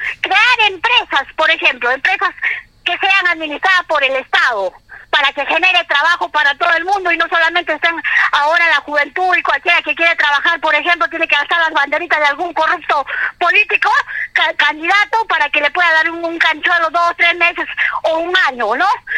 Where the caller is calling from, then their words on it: Peru; una ciudadana que soy yo, peruana